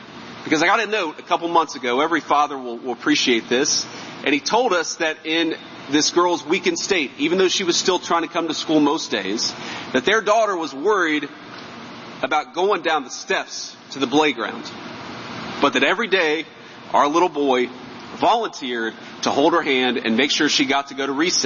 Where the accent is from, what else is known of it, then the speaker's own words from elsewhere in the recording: Middletown, Ohio, United States; when I was growing up in Middletown, Ohio